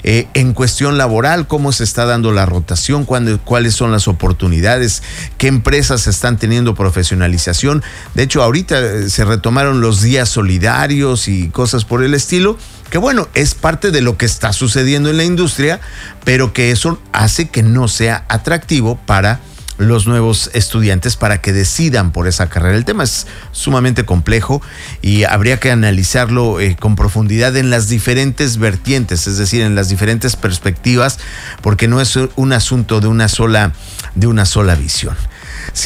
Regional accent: Mexico

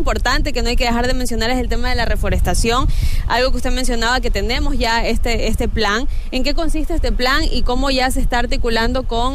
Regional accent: Manabí, Ecuador; para nosotros los manabitas

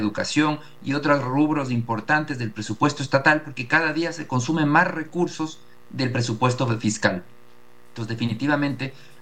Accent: Ecuador; somos todos los ecuatorianos

